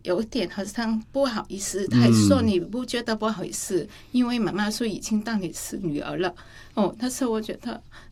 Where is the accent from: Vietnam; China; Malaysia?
Vietnam; Chinese is a second language; now in Taiwan; 是因为我们越南人是比较喜欢吃辣和酸的食物